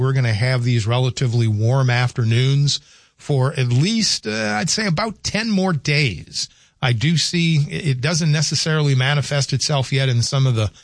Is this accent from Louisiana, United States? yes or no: yes; Louisiana, United States; growing up in the South, watermelon was not a luxury. It was a necessity because watermelon grows so well in South Louisiana, and we had watermelons all over the place